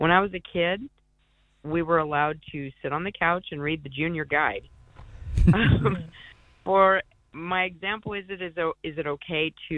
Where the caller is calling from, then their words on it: California, United States